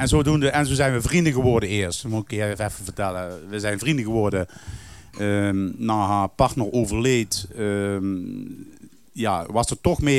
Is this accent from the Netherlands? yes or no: yes; Kerkrade, Limburg, Netherlands; now in Heerlen, Netherlands; wij komen beide van Kerkrade, in Zuid-Limburg natuurlijk.